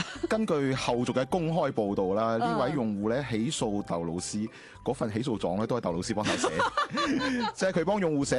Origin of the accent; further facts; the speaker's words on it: Guangdong, China; 即系我哋广东人讲嘅老作